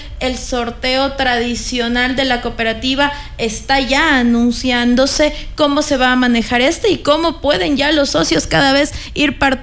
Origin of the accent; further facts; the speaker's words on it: Riobamba, Chimborazo, Ecuador; los riobambeños